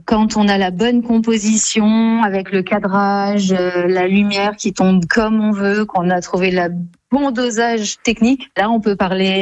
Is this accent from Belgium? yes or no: no; Grand Est, France; moved away as an adult; also born or lived in Paris; Et puis je suis revenue dans ma terre natale, en Lorraine